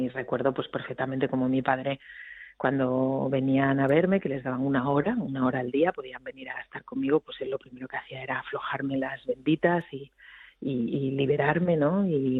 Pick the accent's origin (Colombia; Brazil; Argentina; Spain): Spain; Asturias; porque yo soy asturiana